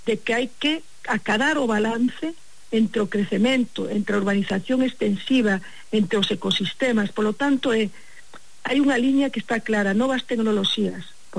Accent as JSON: {"language": "Galician", "region": "Galicia", "country": "Spain", "said": "para min como galega é unha honra, esa verdade."}